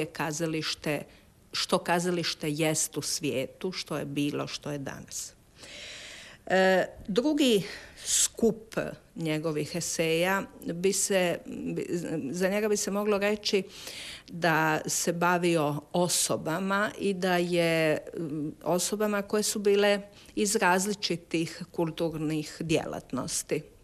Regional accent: Croatia

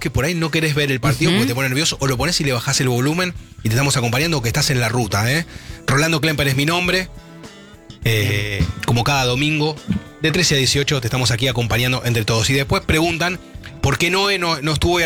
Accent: Argentina; los argentinos necesitamos un poco de tranquilidad también

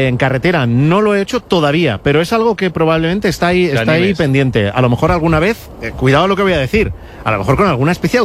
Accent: Catalonia, Spain; porque luego hay que equilibrar la comodidad con que yo soy catalán y no.

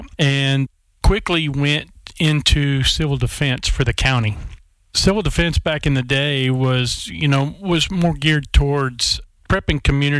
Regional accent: Stillwater, Oklahoma, United States; Born and raised in Stillwater, Oklahoma. I'm 55 years old this year.

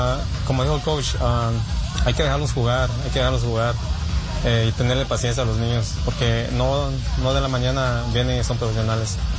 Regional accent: Guatemala; Soy de Guatemala.

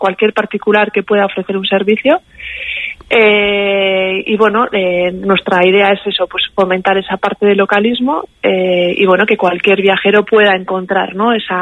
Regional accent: Basque Country, Spain; como buenos vascos de aquí de Euskadi, ¿no?

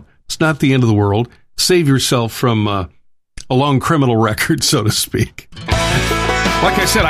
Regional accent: Colorado, United States; moved away; coming from my home state of Colorado.

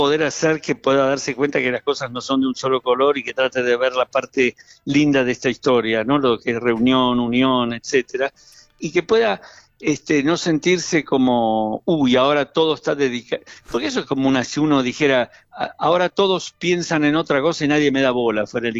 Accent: Argentina; soy argentino yo también

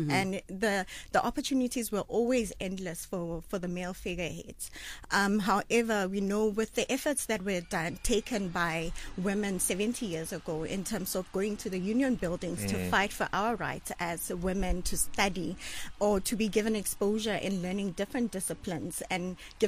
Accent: Soshanguve, Gauteng, South Africa; also born or lived in Winterveld; I'm from Soshanguve. I grew up in Soshanguve.

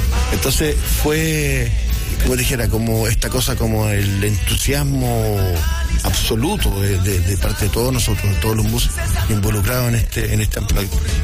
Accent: Chile; la gente tiene que saber que somos de Chile, que venimos de allá, que venimos de saliendo de la dictadura de Pinochet

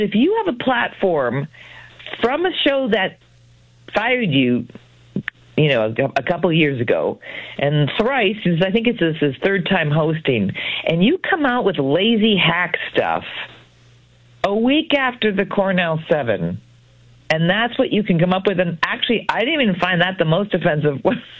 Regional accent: Ontario, Canada; born there; also born or lived in Sault Ste. Marie, Canada / Guelph, Canada; I grew up in Sault Ste. Marie and Guelph, who I think have the two highest Italian populations after Rome and Woodbridge.

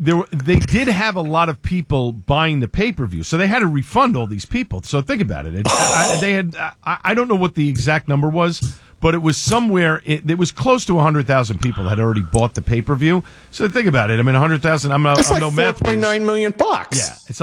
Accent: New York, United States; Growing up in New York, I was actually a Laker fan and still am a Laker fan.

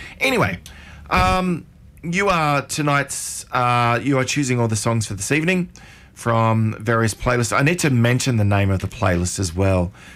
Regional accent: Brisbane, Queensland, Australia; I grew up in Fairweather Street in Brisbane, so I find that very nice.

